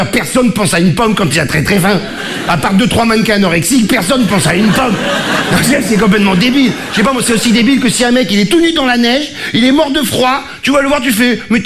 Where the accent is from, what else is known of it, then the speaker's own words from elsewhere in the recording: Marseille, Provence-Alpes-Côte d'Azur, France; now in Paris, France; quand je suis arrivé à Paris, je suis mec d'Afrique du Sud, j'étais marseillais, bourgeois, ouais, il est feignant, tout ça.